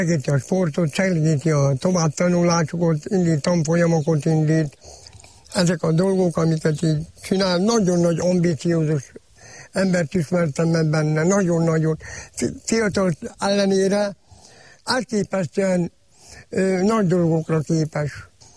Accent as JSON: {"language": "Hungarian", "town": "Tarnazsadány", "region": "Heves", "country": "Hungary", "tie": "born or raised there", "said": "Tanazsadányon születtem egy kis vályoggunyóba. Nagy volt akkor az összetartás a roma társadalomban, még akkorában, amikor születtem, 57-ben születtem. Cigány telepen nőttem fel, ott éltem a legénykori életemet"}